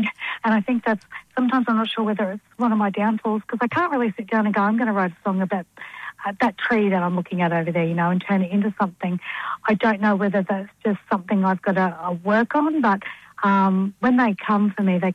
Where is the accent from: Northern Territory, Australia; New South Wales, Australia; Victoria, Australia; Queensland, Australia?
Queensland, Australia; Goodna; also born or lived in Ipswich; Well, I grew up in Goodna. Born in Ipswich Hospital, and I live at Belbo Park now, which is just up the road from Goodna. So I'm still in the city.